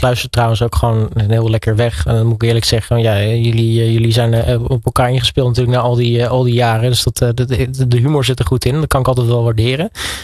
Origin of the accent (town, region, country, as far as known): Netherlands